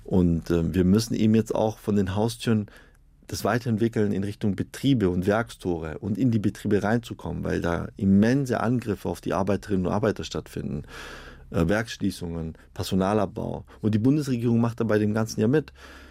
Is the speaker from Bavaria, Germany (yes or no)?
no; Stuttgart, Baden-Württemberg, Germany; Ich komme ja aus Stuttgart, das ist ein ganz großes Thema.